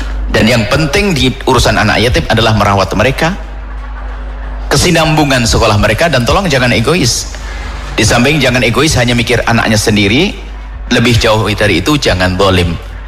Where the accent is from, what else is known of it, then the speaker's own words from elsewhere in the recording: West Java, Indonesia; masyarakat kita, orang Sunda, dan kami yakin orang-orang yang lain juga sama, tapi pun demikian bisa mempertahankan lokalnya